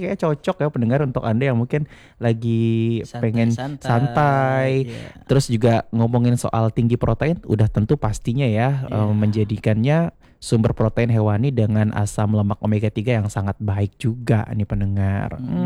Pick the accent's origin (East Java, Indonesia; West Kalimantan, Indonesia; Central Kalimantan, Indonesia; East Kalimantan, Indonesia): West Kalimantan, Indonesia; Pontianak; kita juga kadang yang dari Pontianak